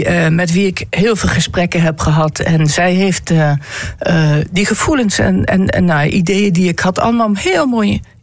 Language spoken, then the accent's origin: Dutch; Zeeland, Netherlands; born there; also born or lived in Limburg; Ja, ik ben geboren in Zeeland.